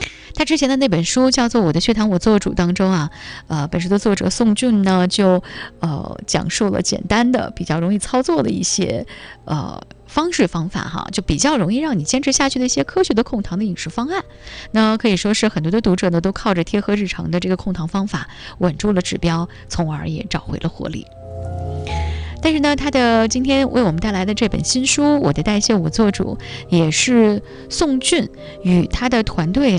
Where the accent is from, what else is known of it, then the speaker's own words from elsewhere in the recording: China; 我们中国人